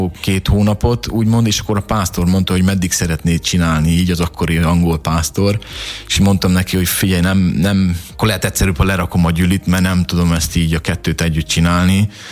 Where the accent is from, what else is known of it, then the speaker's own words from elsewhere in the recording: Hajdúsámson, Hajdú-Bihar, Hungary; moved away as an adult; also born or lived in Debrecen; Én keresztény családban nőttem fel, keresztény otthonba, Debrecen és környéke, Hajdúsámson pontosabban, félig itt, félig ott gyerekként.